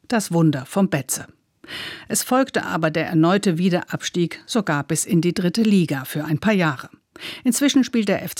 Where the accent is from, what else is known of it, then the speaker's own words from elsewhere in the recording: Kaiserslautern, Rhineland-Palatinate, Germany; Das Geständnis gleich vorab. Ich bin in Kaiserslautern aufgewachsen und Fan des dortigen Fußballclubs.